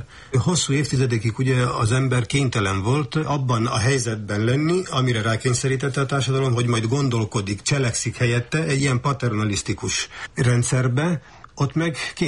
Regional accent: Hungary; now in Greece; Én ott is magyar vagyok Görögországban.

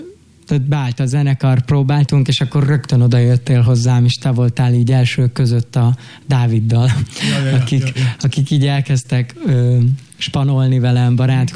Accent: Esztergom, Komárom-Esztergom, Hungary; naív kis esztergomiként

